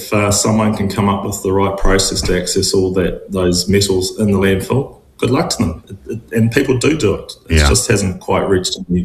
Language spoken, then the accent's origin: English; New Zealand; My team is 95% New Zealanders, and we're all here to better our country and our future for our children.